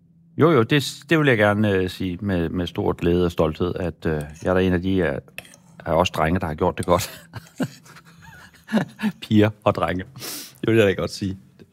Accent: Central Denmark Region, Denmark; Så fordi jeg er vokset op i Midtjylland og kun har haft engelsk i 3 år, så er mit engelsk jo så skole dansk.

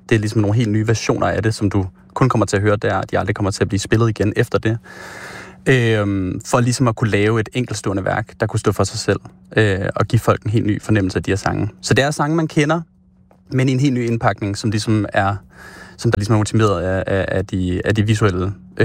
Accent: Viborg, Central Denmark Region, Denmark; igennem den tid, jeg har vokset op i Viborg

